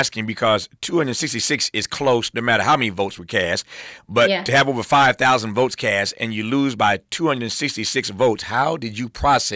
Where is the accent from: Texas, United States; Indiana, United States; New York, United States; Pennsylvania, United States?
Indiana, United States; So when I was growing up in Indiana, I got asked all the time about my name